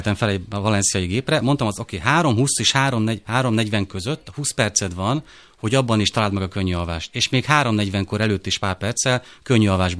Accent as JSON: {"language": "Hungarian", "region": "Szabolcs-Szatmár-Bereg", "country": "Hungary", "said": "én Szabolcsi vagyok"}